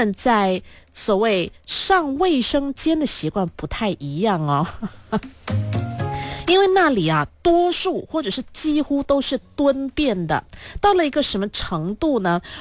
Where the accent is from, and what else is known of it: Malaysia